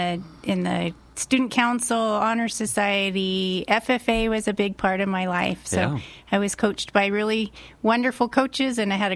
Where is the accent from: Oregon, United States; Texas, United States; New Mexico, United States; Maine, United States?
New Mexico, United States; Truth or Consequences; moved away as an adult; now in Las Cruces, United States; Well, I grew up in Truth or Consequences, very blessed to grow up in a small town